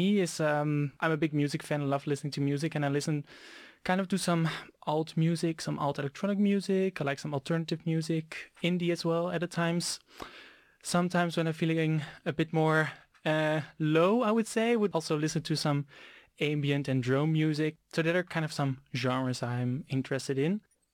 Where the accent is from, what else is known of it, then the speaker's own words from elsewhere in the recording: Netherlands; I'm from the Netherlands and I'm a first-year master design student at HTK Vaarland.